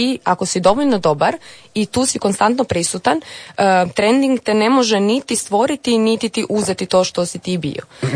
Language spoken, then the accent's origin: Croatian; Croatia